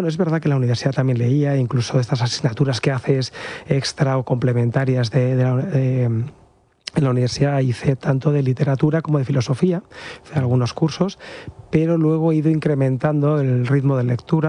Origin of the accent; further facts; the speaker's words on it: Madrid, Community of Madrid, Spain; Pues sí, yo nací en Madrid, mi familia, desde que nacimos mi hermano y yo, vivimos en Madrid.